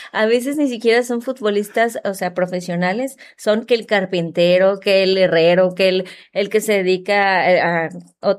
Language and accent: Spanish; Mexico; los mexicanos sí somos muy amigables